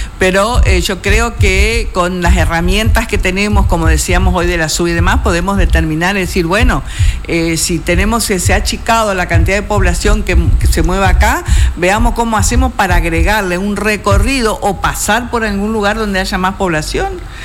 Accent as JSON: {"language": "Spanish", "region": "Entre Ríos", "country": "Argentina", "said": "yo soy entrerriana también. No soy chaqueña"}